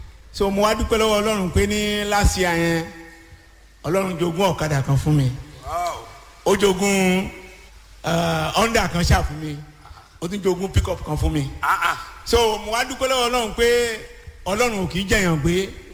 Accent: Ijebu Ode, Ogun, Nigeria; mo wá láti Ìjẹ̀bú òde.

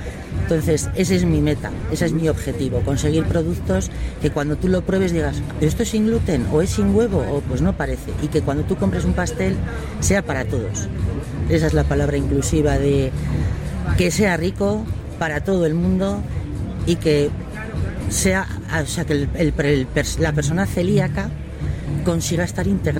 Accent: Barakaldo, Basque Country, Spain; moved away as an adult; now in Palencia, Spain; Estuve la semana pasada en el País Vasco porque tenía que ir a hacer papeles, claro, yo soy de allí, todavía tengo cosas que hacer.

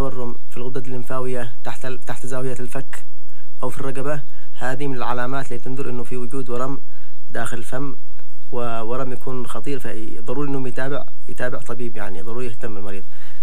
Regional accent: Yemen; احنا كمجتمع يمني معنا عدة أسباب غير حق العالم

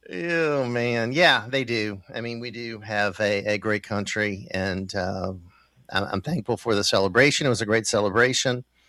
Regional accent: United States; grateful for being an American.

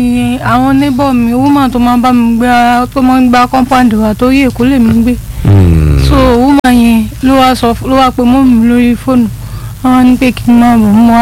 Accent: Ibadan, Oyo, Nigeria; ah omo Ibadan ni mi but odo mo mu to wa njebu

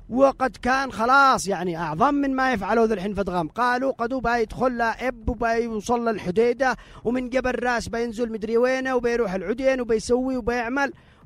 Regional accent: Yemen

